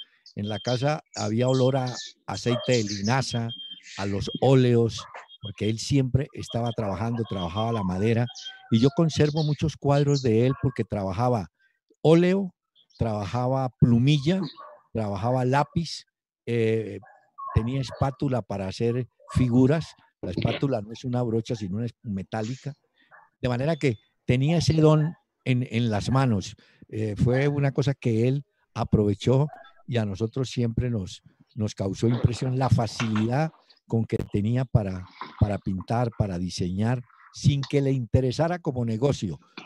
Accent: Cali, Valle del Cauca, Colombia; born there; mis padres sí eran de Montenegro. Yo nací en Cali porque nos fuimos, ellos se fueron a vivir muy, muy pronto a Cali.

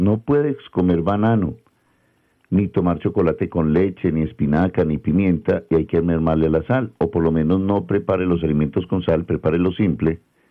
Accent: Colombia; Los colombianos somos masoquistas y somos muy envidiosos.

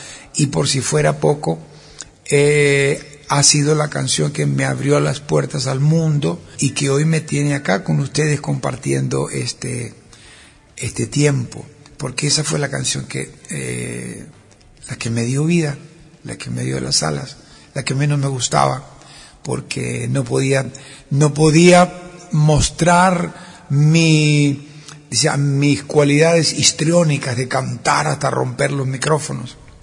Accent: Carabelas, Buenos Aires Province, Argentina; en estos días hablando y recordando mi pueblo Carabelas y el barrio donde nací, descubrí por qué le decían Tierra del Fuego a mi barrio.

